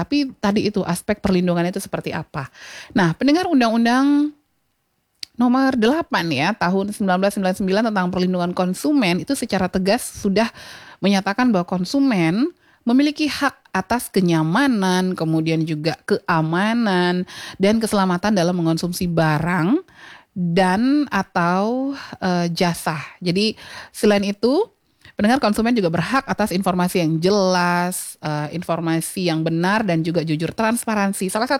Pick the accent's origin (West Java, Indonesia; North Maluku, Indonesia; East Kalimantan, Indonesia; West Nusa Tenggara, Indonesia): West Nusa Tenggara, Indonesia; Lombok; saya warga Lombok